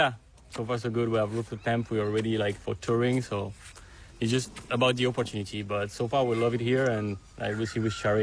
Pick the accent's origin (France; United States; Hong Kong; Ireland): France; now in Wyndham, Australia; I'm 30, I'm from France, and I'm working in the caravan park in Wyndham.